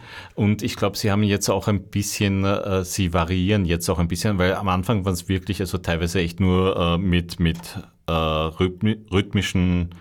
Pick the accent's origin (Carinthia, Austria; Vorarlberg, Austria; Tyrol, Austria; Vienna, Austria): Vienna, Austria; Genau, im 19., wo ich aufgewachsen bin